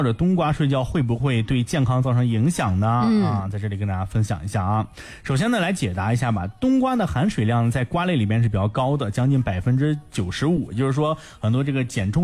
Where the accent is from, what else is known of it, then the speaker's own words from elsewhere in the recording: Shanxi, China; 不过咱们山西人都小气是不是啊